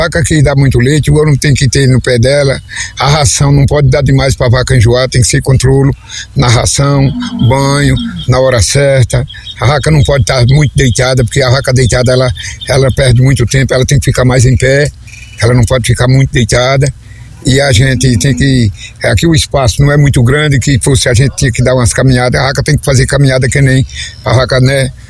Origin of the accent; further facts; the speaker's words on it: Serra do Ramalho, Bahia, Brazil; lá onde eu moro, que eu sou do lado da 18. Sou da Agrovila 18.